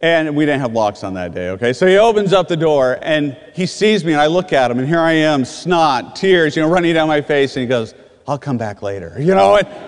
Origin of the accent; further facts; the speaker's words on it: California, United States; moved away as an adult; and my family, we're from California.